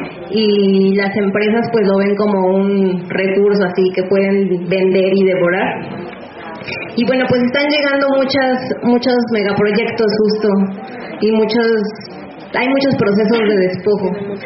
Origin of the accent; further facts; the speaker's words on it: Acalpixca, Mexico City, Mexico; esa misma semana iba a haber dos asambleas en mi pueblo, que es Acalpixca, en otro pueblo que es Tlaxcaltemalco